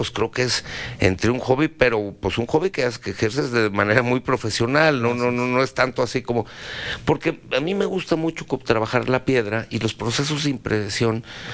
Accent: Mexico; todos somos mexicanos

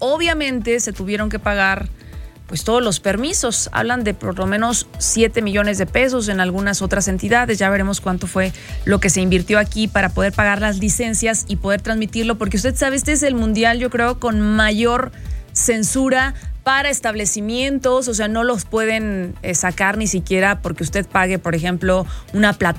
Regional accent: Mexico; prácticamente México es el anfitrión, pero los menos invitados somos los mexicanos.

